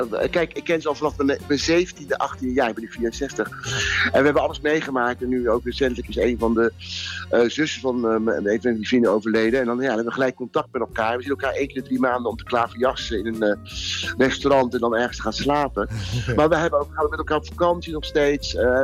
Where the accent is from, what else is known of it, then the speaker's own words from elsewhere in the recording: IJsselmonde, South Holland, Netherlands; born there; En ik ben natuurlijk geboren in IJsselmonde.